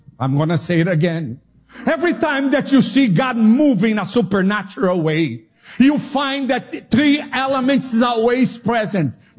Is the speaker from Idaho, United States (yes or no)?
no; Alabama, United States; Be patient with my accent. I'm from Alabama.